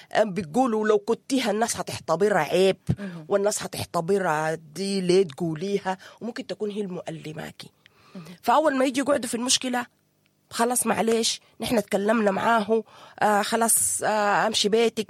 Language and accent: Arabic; Sudan; بقول لك الأسر السودانية الجوة نحن كمجتمع سوداني بنعرف نعمل تغطية للمشاكل